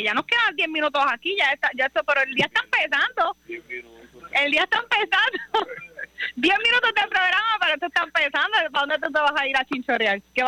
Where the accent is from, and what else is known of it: Puerto Rico